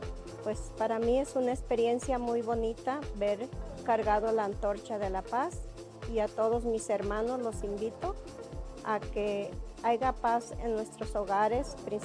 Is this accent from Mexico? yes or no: no; California, United States; Yo vengo de Estados Unidos, California.